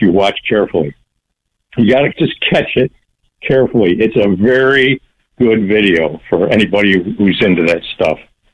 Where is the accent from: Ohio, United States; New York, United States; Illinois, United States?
New York, United States